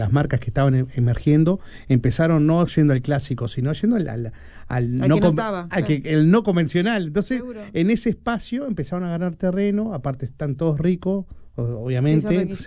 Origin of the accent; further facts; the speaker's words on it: Mercedes, Soriano, Uruguay; yo soy de Mercedes